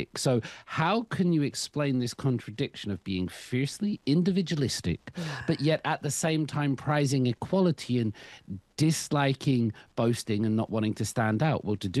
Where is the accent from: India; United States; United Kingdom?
United Kingdom; I, as a British person